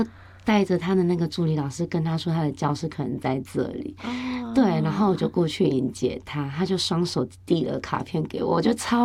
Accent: southern Taiwan, Taiwan; now in New Taipei, Taiwan; 因为我是南部，我是客家人，所以我们就报名了客语组

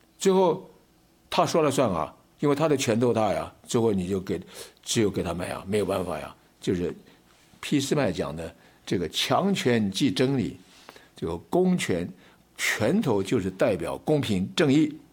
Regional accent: China

